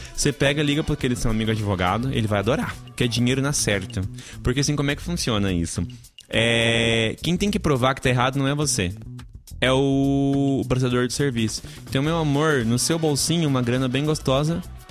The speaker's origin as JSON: {"language": "Portuguese", "country": "Brazil", "said": "sou brasileira"}